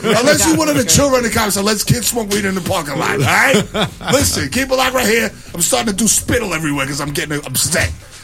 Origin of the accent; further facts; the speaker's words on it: New York City, New York, United States; I'm from New York City where traffic patterns are very clearly demarcated.